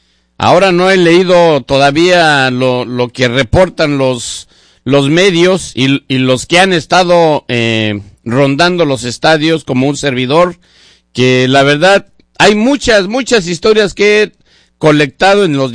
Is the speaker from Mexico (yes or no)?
yes; Mexico; now in Seattle, United States; Yo soy mexicano y me siento muy orgulloso de serlo. Estoy muy agradecido con este país y con esta ciudad que me abrió las puertas y me ha dado muchas oportunidades.